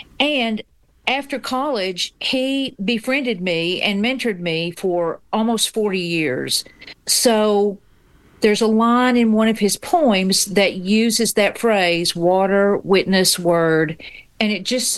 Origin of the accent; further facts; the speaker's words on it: Knoxville, Tennessee, United States; now in Whitley County, United States; I live here now. I live in Whitley County now. I grew up in Knoxville, Tennessee.